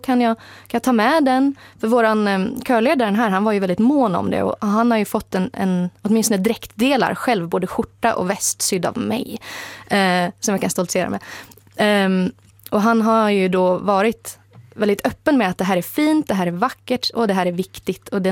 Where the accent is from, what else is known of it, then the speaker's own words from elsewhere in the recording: Västra Götaland County, Sweden; för jag är ju uppvuxen i en del av landet där det inte finns en särskilt stark lokal förankring. Vi är båda från Göteborgstrakten.